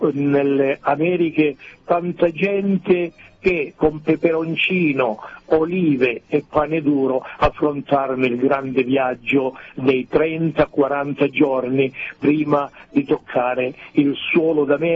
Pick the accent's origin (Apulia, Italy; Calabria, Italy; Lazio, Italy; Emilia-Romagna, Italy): Calabria, Italy; Quando io e te parliamo in dialetto, tu capisci che non abito al tuo paese ma mi distingui come calabrese e viceversa.